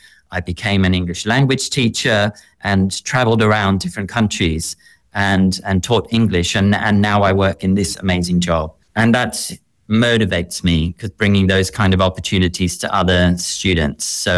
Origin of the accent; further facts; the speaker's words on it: Melbourne, Victoria, Australia; might hear it a little bit in my accent. But, you know, in the edge of Melbourne, in a small little suburb